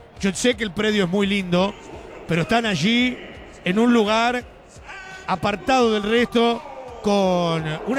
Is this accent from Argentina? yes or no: yes; Argentina; Yo, si me voy a vivir a Italia, sigo siendo argentino, vos ya.